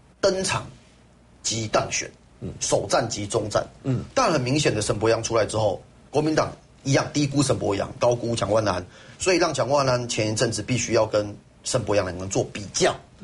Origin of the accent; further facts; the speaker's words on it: Yingge, New Taipei, Taiwan; moved away as an adult; 我是土生土长的，当时台北县，我是莺歌人，嗯，然后在外地也打拼过，现在回到故乡